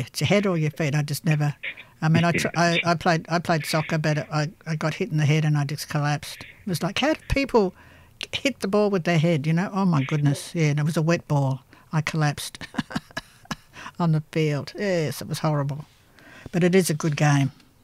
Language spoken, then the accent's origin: English; Sunshine Coast, Queensland, Australia; I went up there for Christmas, because I come from the Sunshine Coast, and seeing the high-rise buildings that are going up